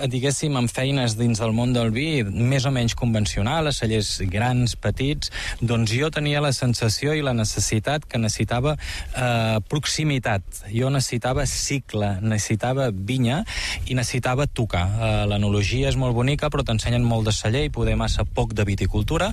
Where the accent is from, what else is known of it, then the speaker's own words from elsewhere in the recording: Girona, Catalonia, Spain; Jo soc de Girona, aquesta també és bona, i estic aquí a l'Albera visquent.